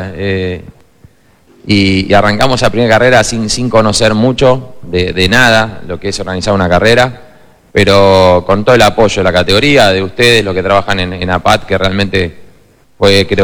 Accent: Buenos Aires, Argentina; todos los que somos de Buenos Aires

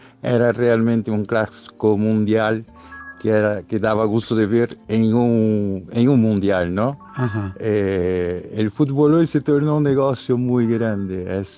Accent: Brazil; Spanish is a second language; now in General Rodríguez, Argentina; Yo soy brasileño, ya hemos hablado alguna

